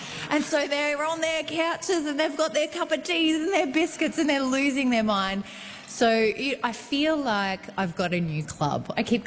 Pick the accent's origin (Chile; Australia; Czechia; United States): Australia; going to call it a grand final because I'm Australian